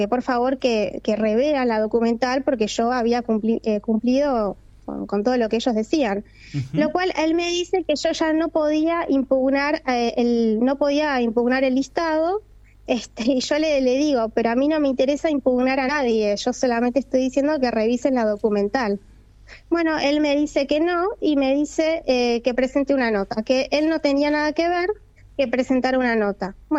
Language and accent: Spanish; Río Grande, Tierra del Fuego, Argentina; now in Ushuaia, Argentina; Sí, yo toda la vida viví en la isla, en Río Grande particularmente. Recién este año estoy en Ushuaia, pero toda la vida.